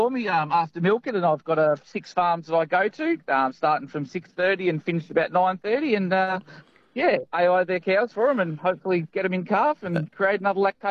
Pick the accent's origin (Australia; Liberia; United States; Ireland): Australia; South Australia; I grew up in the Flinders Ranges on a sheep station up there for 15 years.